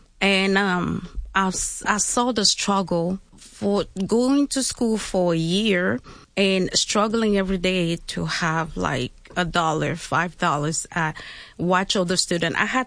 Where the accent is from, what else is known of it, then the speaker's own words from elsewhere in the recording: Cameroon; Originally from Cameroon, Central Africa.